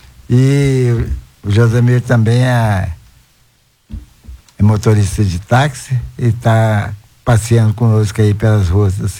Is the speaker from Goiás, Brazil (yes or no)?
yes; Luziânia, Goiás, Brazil; born there; Santa Luzia de Goiás passou a chamar Luziânia, a cidade onde eu nasci.